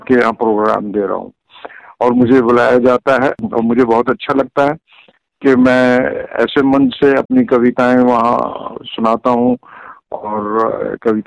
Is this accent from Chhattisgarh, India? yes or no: no; Rampur, Uttar Pradesh, India; और मैं यहाँ पुरानागंज कीरबाज खां रामपुर का ही निवासी हूँ, और मैंने अपनी एजुकेशन भी यहीं से की